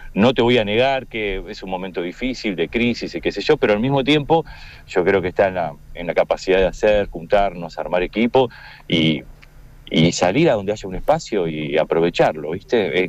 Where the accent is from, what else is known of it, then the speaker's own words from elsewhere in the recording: Uruguay; Sí, sin duda, vengo de Uruguay y allá se vio mucho, sabes que en Uruguay pasaron 3 veces graduados en la televisión abierta, incluso